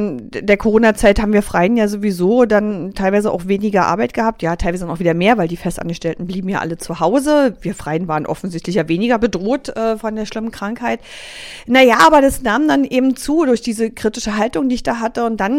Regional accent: Berlin, Germany; born or raised there

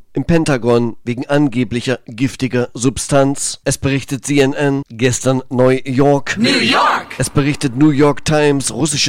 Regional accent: Thuringia, Germany; Ich komme ja aus Thüringen. Dort haben wir einen lustigen Ministerpräsidenten.

